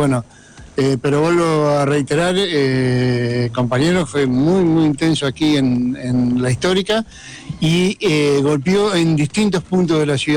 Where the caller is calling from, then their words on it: Concepción del Uruguay, Entre Ríos, Argentina; yo no recuerdo uno tan fuerte aquí en nuestra ciudad a lo largo de mi vida